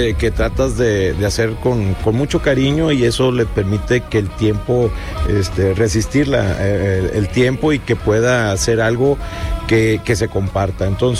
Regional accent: Monterrey, Nuevo León, Mexico; hemos pateado bastantes años aquí en Estados Unidos, nos ha tocado, entonces esta química que tenemos como representantes regios

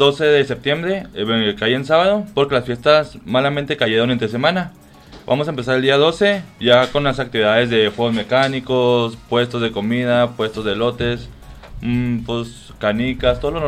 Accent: Mexico; yo soy de la Concordia, toda mi vida ha sido de ahí, gracias a Dios.

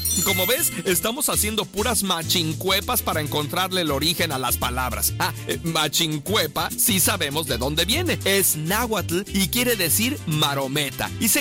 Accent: Mexico

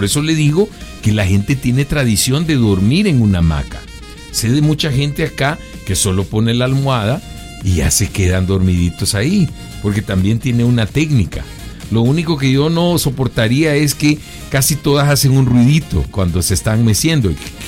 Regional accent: El Salvador; Como buen salvadoreño, siempre se echa el rollo

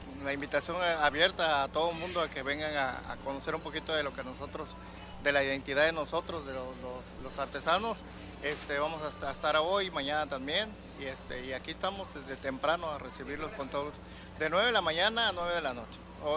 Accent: Comalcalco, Tabasco, Mexico; Nosotros somos de Comalcalco, somos productores de coco y cacao y bambú también.

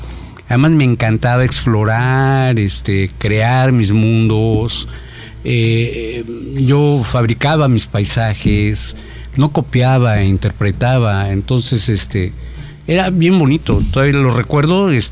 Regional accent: Chilpancingo, Guerrero, Mexico; Nací en Chilpancingo

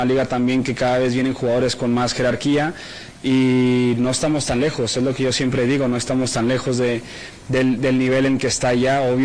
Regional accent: Mexico; que al fin y al cabo soy mexicano y lo digo con mucho orgullo.

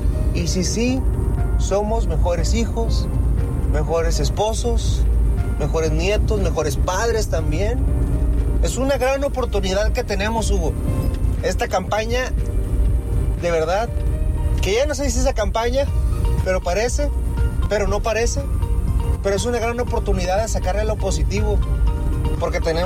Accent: Monterrey, Nuevo León, Mexico; como neoleoneses también, como regiomontanos

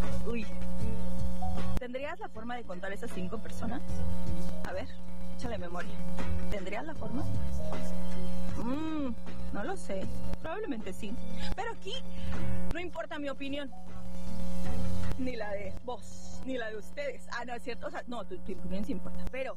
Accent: Monterrey, Nuevo León, Mexico; moved away; yo soy regiomontana. ¡Sí! ¡A mucha honra!

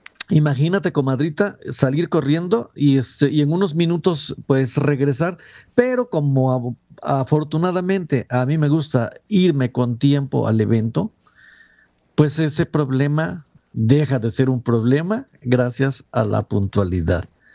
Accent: Huatusco, Veracruz, Mexico; born there; now in Xalapa, Mexico; yo nací en Huatusco, Veracruz. Saludo a todos mis paisanos de Huatusco

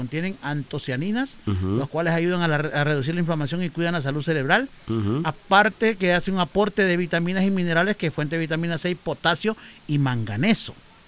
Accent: Jesús de Otoro, Intibucá, Honduras; Allá por mi tierra

